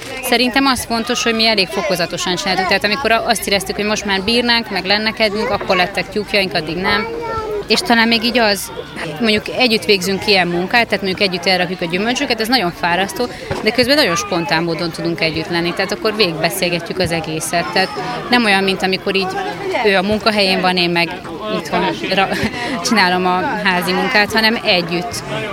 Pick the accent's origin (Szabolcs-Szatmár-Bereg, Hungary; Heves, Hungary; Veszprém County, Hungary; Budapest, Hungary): Budapest, Hungary; moved away as an adult; Én is Pesten nőttem föl, én nagyon szerettem ott lakni, nehéz volt eljönnöm